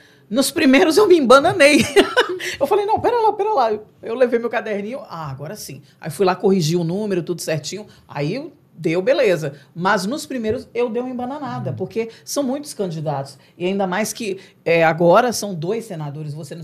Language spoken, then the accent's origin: Portuguese; Minas Gerais, Brazil; só que ele é de São Paulo, mas eu sou de Minas.